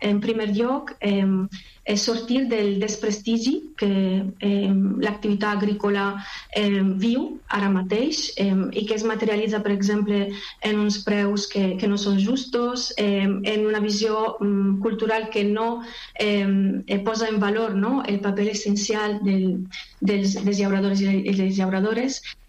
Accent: Valencian Community, Spain; el paper que té en la nostra identitat com a valencianes

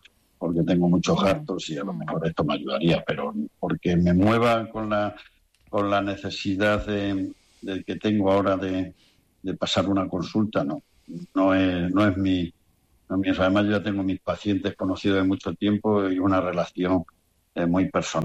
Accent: Extremadura, Spain; now in Miguelturra, Spain; Yo me siento extremeño, pero también miguelete, porque... Claro. 34 años tienen que dejarte algo, y más viviendo aquí en este sentido

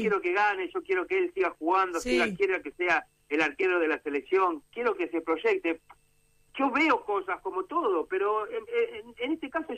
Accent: Argentina; Como argentinos nunca estamos conformes.

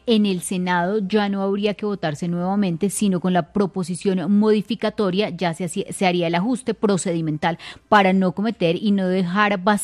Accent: Cali, Valle del Cauca, Colombia; Yo de una vez, para que sepa, estoy feliz, porque yo soy caleña. Entonces usted se acaba de imaginar la felicidad que tengo de que esto vaya a ser en Cali.

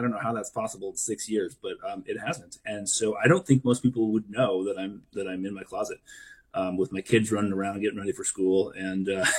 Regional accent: Arizona, United States; I'm from Arizona. I had never been on a glacier before.

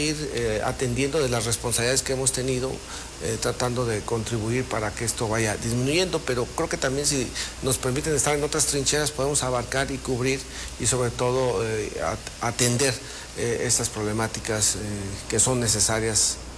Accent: Michoacán, Mexico; somos michoacanos y mexicanos.

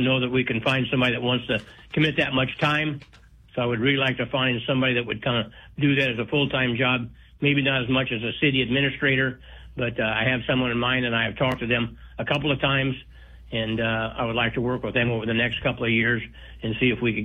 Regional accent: Paxton, United States; I was born in Paxton, raised in Paxton. My mother is 96 years old. She still lives on the other side of town.

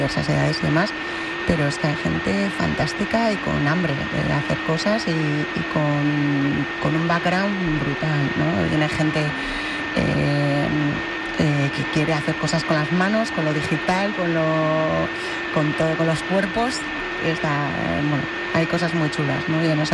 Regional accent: Bilbao, Basque Country, Spain; Para mí, que soy bilbaína

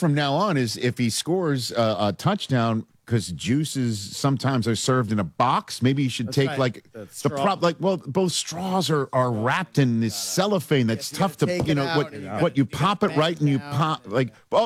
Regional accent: Staten Island, New York, United States; growing up in Staten Island

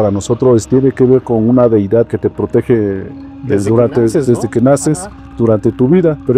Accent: Oaxaca, Mexico; first language Mazatec; Spanish is a second language; un saludo en mi lengua materna, que es la lengua mazateca del estado de Oaxaca, principalmente en la Sierra Mazateca.

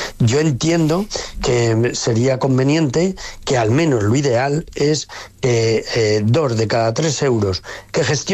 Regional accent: Zaragoza, Aragon, Spain; yo soy de Zaragoza, de un pueblo muy pequeño de 400 habitantes

